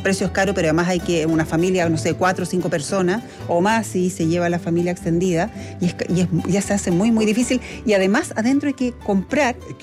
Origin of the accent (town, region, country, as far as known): Chile